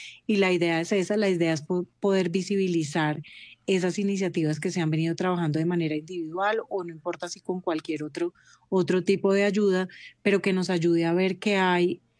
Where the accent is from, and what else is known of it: Colombia